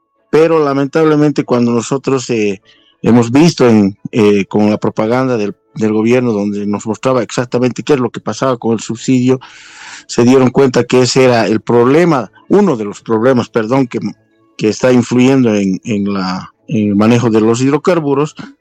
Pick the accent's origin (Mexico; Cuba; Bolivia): Bolivia